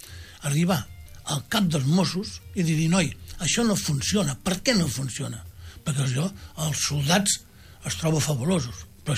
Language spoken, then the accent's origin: Catalan; Rubí, Catalonia, Spain; born there; vam néixer aquí a Rubí.